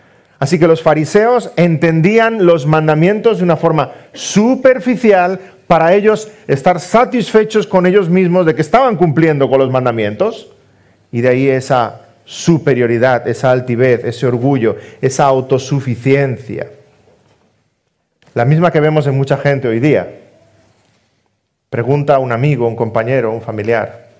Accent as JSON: {"language": "Spanish", "region": "Balearic Islands", "country": "Spain", "moved": "yes", "said": "Yo que soy mallorquín"}